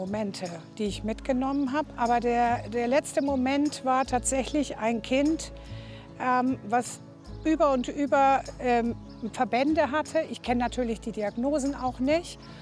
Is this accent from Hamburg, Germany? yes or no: yes; Hamburg, Germany; ich komme aus Hamburg-Wandsbek, bin 60 Jahre alt, verheiratet, ein Sohn.